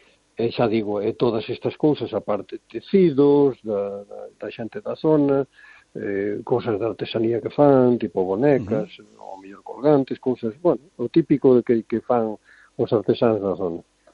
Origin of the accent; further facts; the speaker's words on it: Galicia, Spain; pois, é o típico de Galicia, e o que somos os galegos, non? Comer, beber, festa, rachada, e hasta que o corpo aguante.